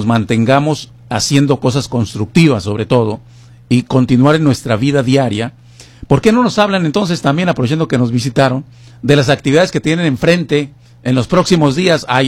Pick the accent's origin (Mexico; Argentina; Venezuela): Mexico; yo soy mexicano.